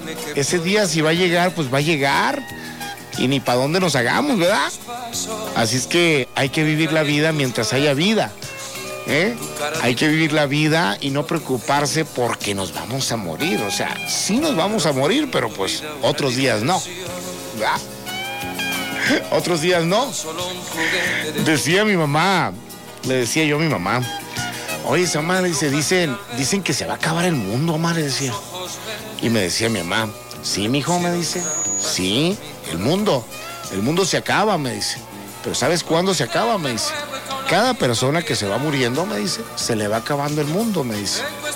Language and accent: Spanish; Navojoa, Sonora, Mexico; moved away; allá en mi tierra, Navojoa, Sonora